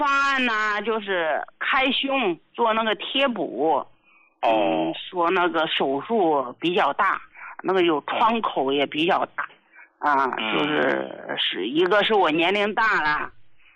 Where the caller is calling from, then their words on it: Hebei, China; 今年72了